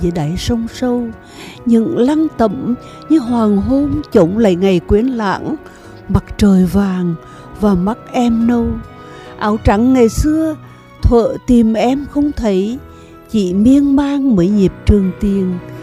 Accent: Huế, Thừa Thiên Huế, Vietnam; born there; Tại vì chị sinh ra ở Huế nhưng chị rất ít ở Huế, chị ở các tỉnh khác chứ không phải ở Huế.

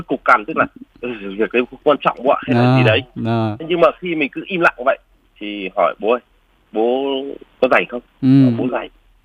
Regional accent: Quang Ninh, Vietnam; người ta ngày xưa bé ở dưới quê mình ở Quảng Ninh ấy, hay có cái ốc mút ấy.

